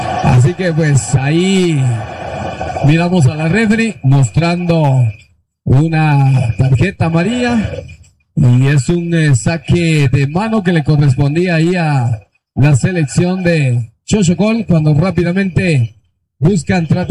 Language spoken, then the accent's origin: Spanish; Guatemala